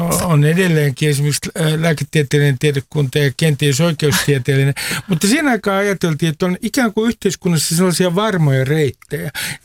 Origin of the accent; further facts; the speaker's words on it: Nummi-Pusula, Uusimaa, Finland; Vuonna 1980 olen Maalta. Nummi Pusulasta, joka silloin oli vielä nummi.